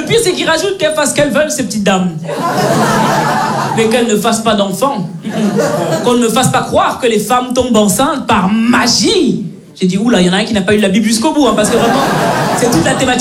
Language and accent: French; Belgium; J'ai grandi en Belgique, mes parents sont nés, ils ont grandi au Cameroun. J'ai pas besoin d'aller en Afrique pour vivre des chocs culturels.